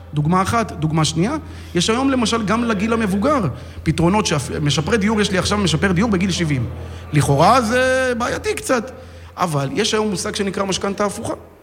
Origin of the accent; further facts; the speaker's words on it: Tiberias, Northern District, Israel; born there; אני נולדתי בטבריה.